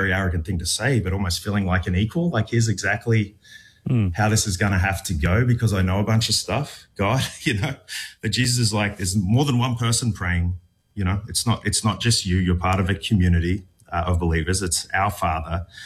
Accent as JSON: {"language": "English", "country": "Australia", "moved": "yes", "lives_now": "United States", "said": "as an Australian who lives in the States"}